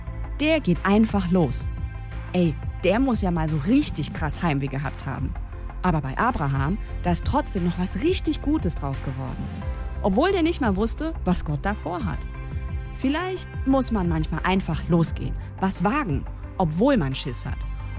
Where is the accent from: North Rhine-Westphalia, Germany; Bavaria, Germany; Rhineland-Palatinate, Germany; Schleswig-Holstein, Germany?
Rhineland-Palatinate, Germany; Eigentlich komme ich ja aus der Pfalz, die mit der Weinstraße, den Weinbergen und der BASF ums Eck.